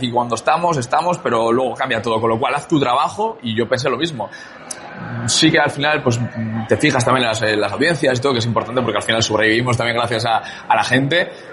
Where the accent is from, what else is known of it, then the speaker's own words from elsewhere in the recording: Basque Country, Spain; Yo como vasco, al final, pues sé de lo que hablo, que vengo de un país pequeñito también